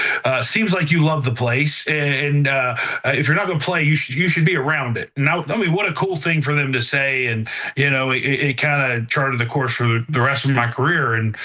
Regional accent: North Carolina, United States; I grew up on Tobacco Road, as I mentioned earlier, in a family business where quite often a lot of people would eat before and after college sporting events, you know, and grew up in an athletic family.

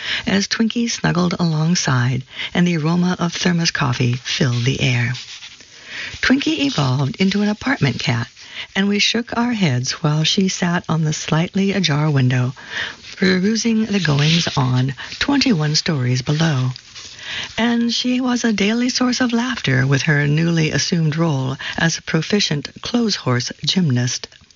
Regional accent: Oregon, United States; born there; also born or lived in New York City; Although I was born in Oregon, my family spent five of my formative years in New York City, where my father attended university.

